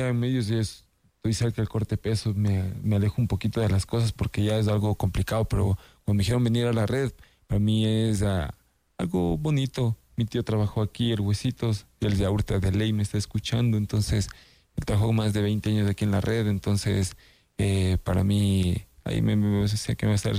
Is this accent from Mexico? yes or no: no; Sierra, Ecuador; se viene algo a lo ecuatoriano y a lo bien serrano, porque soy serrano